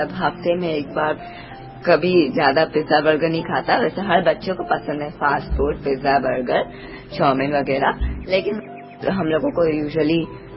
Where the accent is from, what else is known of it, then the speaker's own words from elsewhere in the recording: Chhattisgarh, India; also born or lived in Lucknow, Uttar Pradesh; Actually मैं लखनऊ में पैदा हुआ पर पापा की जॉब की वजह से 10 ईयर्स छत्तीसगढ़ में रहा।